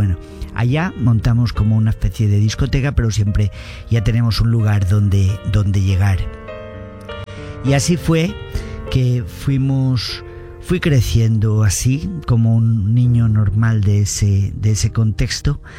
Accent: Valencia, Valencian Community, Spain; Soy de Valencia, España, pues soy el menor de 4 hermanas.

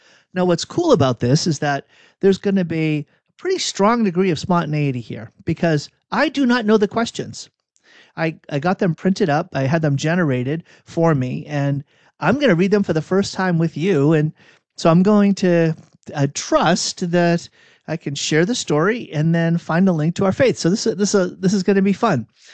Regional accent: Burlington, Massachusetts, United States; I grew up outside of Boston, a town called Burlington.

